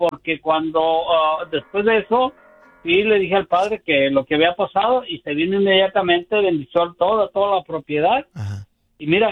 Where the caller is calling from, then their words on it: Houston, Texas, United States; en 1984 yo vivo en Houston.